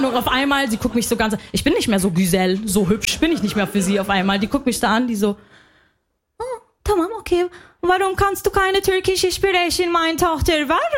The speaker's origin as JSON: {"language": "German", "country": "Lebanon", "said": "ich bin Libanesin."}